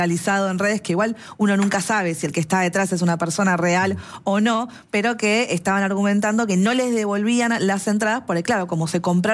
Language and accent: Spanish; Argentina; como somos los argentinos